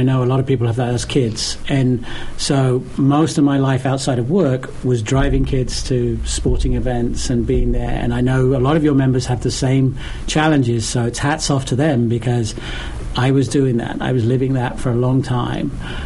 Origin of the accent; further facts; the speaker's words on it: United Kingdom; moved away as an adult; now in United States; Originally from the U.K., but when I came here, met my wife here, and we both worked locally in Norwell.